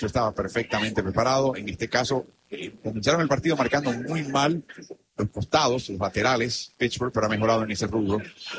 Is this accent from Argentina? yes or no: no; Mexico; Ok, yo soy mexicano, resido en México, quiero ver un juego de Steelers